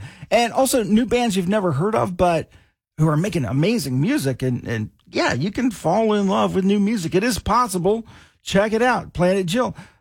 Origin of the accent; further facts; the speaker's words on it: the South, United States; I grew up in the South. We're superstitious. We're superstitious people.